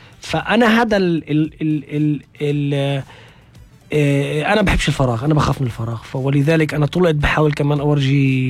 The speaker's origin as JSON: {"language": "Arabic", "country": "Israel", "said": "الواقع تبعي أنا فلسطيني بهي الدولة، أنا أقلية"}